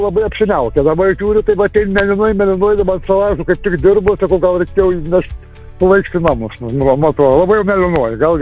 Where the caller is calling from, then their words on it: Šiauliai, Šiauliai County, Lithuania; Aš iš Šiaulių.